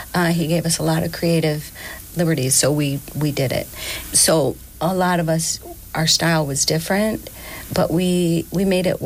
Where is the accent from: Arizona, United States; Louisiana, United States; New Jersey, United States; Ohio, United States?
Ohio, United States; Toledo; also born or lived in Chicago; I was born and raised here in Toledo, Ohio. I was on the South End. And I left when I was 18, but then I came back.